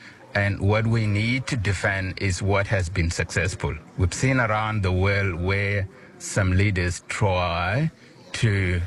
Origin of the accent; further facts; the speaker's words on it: Australia; Australians are reaching out and talking about other issues happening around the world, we are actually being Australian. That is Australia.